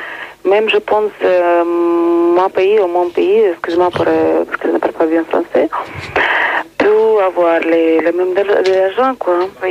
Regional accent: Ukraine; Je suis ukrainienne.

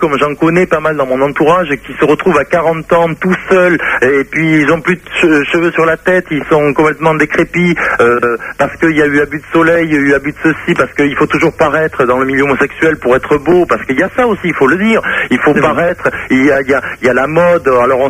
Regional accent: Mont-de-Marsan, Nouvelle-Aquitaine, France; born there; moi je suis issu du fin fond du Sud-Ouest. Je vais même dire la ville où je suis né. Je suis né à Mont-de-Marsan, 30 000 habitants.

